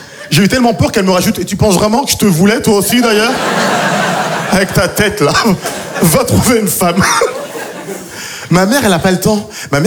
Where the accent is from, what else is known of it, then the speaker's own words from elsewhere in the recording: Haiti; now in France; Vous savez, je suis haïtien d'origine et je me rends compte que l'argent, c'est très subjectif. En Haïti, les gens n'ont pas beaucoup d'argent.